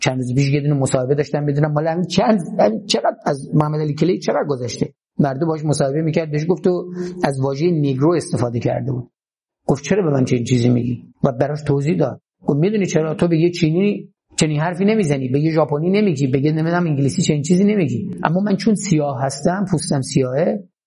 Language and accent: Persian; Iran